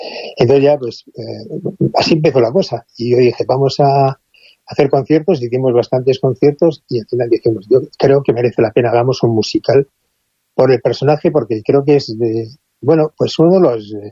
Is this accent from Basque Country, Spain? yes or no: yes; Bilbao, Basque Country, Spain; bueno, yo soy de Bilbao y un poeta carmelita tradujo ni más ni menos que todas las obras completas de Santa Teresa